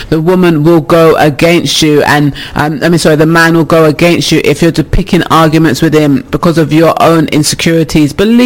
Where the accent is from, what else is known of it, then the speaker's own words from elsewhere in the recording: England, United Kingdom; I have issues with people, you know, because I'm English